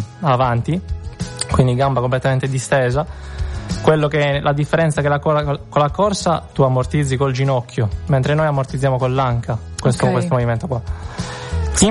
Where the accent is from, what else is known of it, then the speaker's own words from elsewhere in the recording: Sassari, Sardinia, Italy; perché era l'unico ragazzo poi di Sassari, che io sono di Sassari, che marciava dentro lo stadio